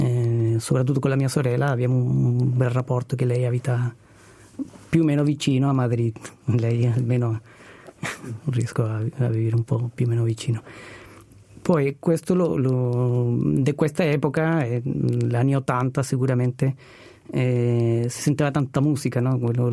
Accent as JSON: {"language": "Italian", "town": "Rancagua", "region": "O'Higgins", "country": "Chile", "tie": "born or raised there", "also_born_or_lived": "Santiago, Chile", "second_language": "Italian", "moved": "as an adult", "lives_now": "Mendrisio, Switzerland", "said": "sono nato prima a Rancagua, in una piccola città, una piccola mediana città al sud di Santiago. E da lì mi sono ho fatto il trasloco a vivere a Santiago per 20 anni."}